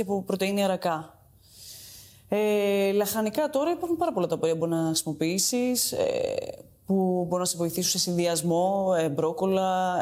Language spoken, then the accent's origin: Greek; Greece; now in Italy; Η ελληνική κουζίνα είναι ο τόπος μου, είναι η γεύση μου.